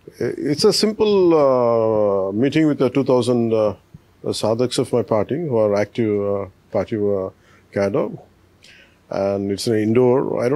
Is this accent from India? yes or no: yes; Hyderabad, Telangana, India; English is a second language; It is in Telangana and Hyderabad. So they cannot deny. I'm an Indian citizen. I'm a part of Telangana.